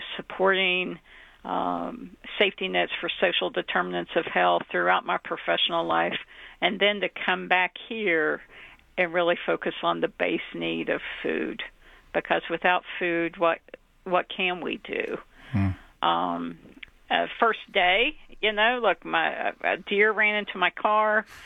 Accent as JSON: {"language": "English", "region": "West Virginia", "country": "United States", "tie": "born or raised there", "lives_now": "Huntington, United States", "said": "I'm from West Virginia, right up the road, about 20 miles. We lived fairly rurally. I lived within a mile most of my life from my grandparents' house, where my mom was born and where my mother lived."}